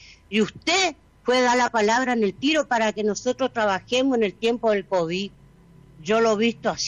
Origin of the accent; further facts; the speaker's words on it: Chaco, Argentina; Yo me crié acá en el Chaco al peronismo, como se debe ser, con buenas letras, con el corazón.